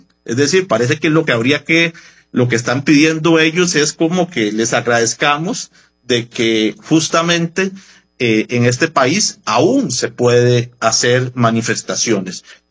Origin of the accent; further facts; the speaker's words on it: Costa Rica; nuestra propia historia como costarricenses